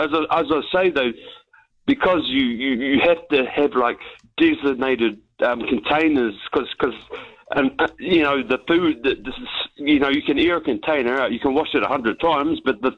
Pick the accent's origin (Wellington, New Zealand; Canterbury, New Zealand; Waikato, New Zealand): Canterbury, New Zealand; Look, I'm from Canterbury, and obviously I was a fan of Fraser